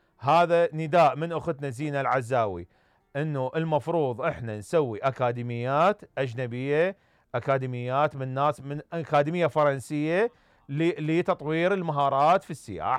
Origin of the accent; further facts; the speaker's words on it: Iraq; أنا كعراقي